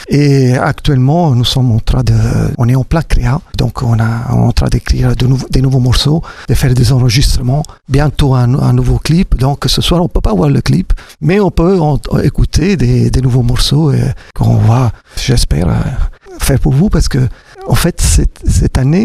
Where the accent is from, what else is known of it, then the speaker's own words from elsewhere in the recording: Italy; French is a second language; now in France; moi ça s'entend, je suis italien, donc je suis maintenant ici.